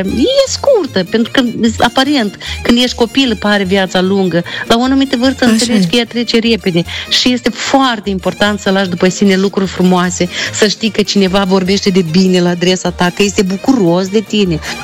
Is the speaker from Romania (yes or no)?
no; Ciciuleni, Hîncești District, Moldova; moved away; Da, de la Ciciuleni.